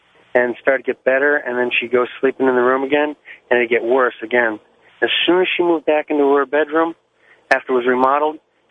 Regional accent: Connecticut, United States; from Connecticut.

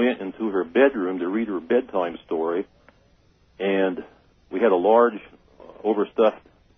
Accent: California, United States; moved away as an adult; also born or lived in Kansas City area; I am from California originally.

